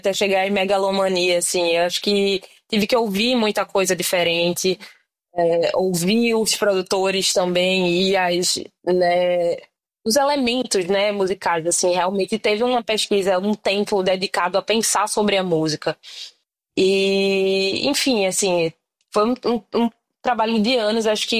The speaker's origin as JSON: {"language": "Portuguese", "region": "Northeast Region", "country": "Brazil", "said": "eu sou preta, sou nordestina, eu sou mã"}